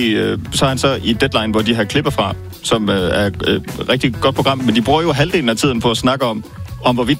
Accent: Region of Southern Denmark, Denmark; som også er fra Vejnegnen, faktisk, hvor jeg er fra.

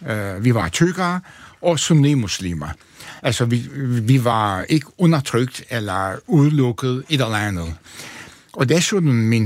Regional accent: Antalya, Turkey; Altså, jeg kommer fra en overmiddelklasse familie. Altså, min far var apoteker, tjente mange penge i den lille by Antalya, som er kæmpestor, trist by.

